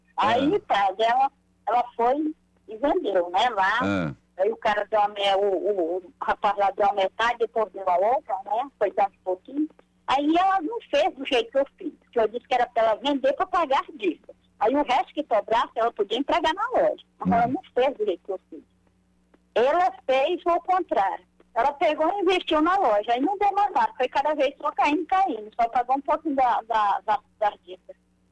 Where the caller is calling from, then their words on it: Mucajaí, Roraima, Brazil; Eu falo aqui de Roraima, mas no estudo de Mucajaí.